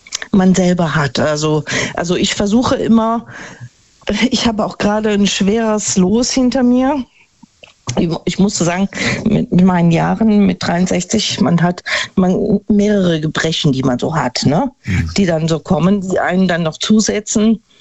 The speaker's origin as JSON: {"language": "German", "town": "Neunkirchen-Seelscheid", "region": "North Rhine-Westphalia", "country": "Germany", "said": "Ja, ich bin aus Neunkirchen-Sülscheid und ich habe nur durch Zufall eure Sendung verfolgt."}